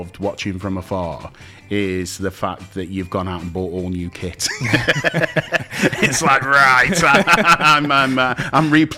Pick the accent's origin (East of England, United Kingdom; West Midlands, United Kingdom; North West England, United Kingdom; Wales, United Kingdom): West Midlands, United Kingdom; Biddulph; I am from Biddulph originally.